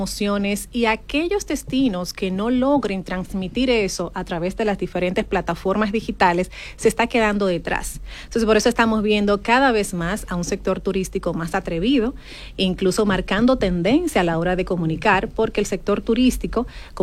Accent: Dominican Republic; moved away as an adult; Vengo de República Dominicana a hacer una maestría en comunicación corporativa.

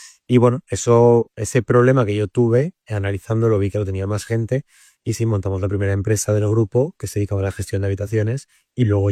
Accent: Castellón de la Plana, Valencian Community, Spain; Yo soy de Castellón y estudié económicas.

